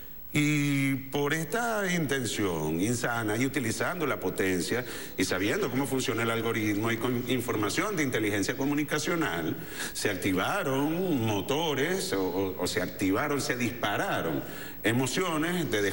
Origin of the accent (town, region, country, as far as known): Venezuela